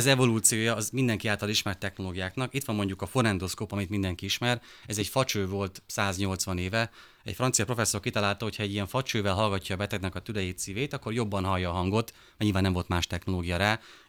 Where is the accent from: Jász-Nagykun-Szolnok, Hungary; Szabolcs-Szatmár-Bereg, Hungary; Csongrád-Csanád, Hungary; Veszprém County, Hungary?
Szabolcs-Szatmár-Bereg, Hungary; én Szabolcsi vagyok